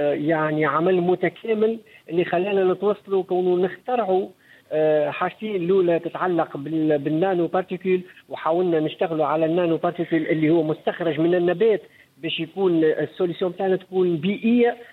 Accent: Tunisia

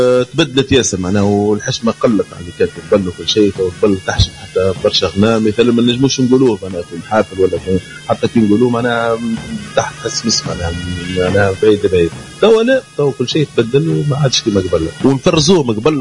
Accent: Djerba, Medenine, Tunisia; هنا في جربة

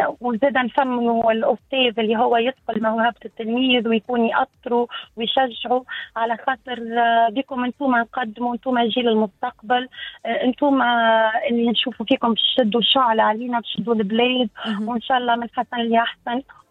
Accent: Tunisia; بلادنا تونس

